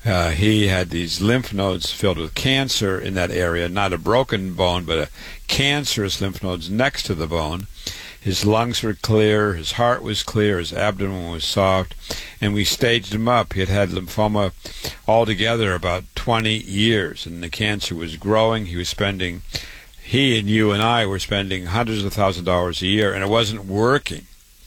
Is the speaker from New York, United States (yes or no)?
no; Waterloo, Iowa, United States; born and raised in Waterloo, Iowa, went to public school, university, medical school, real doctor, MD at 25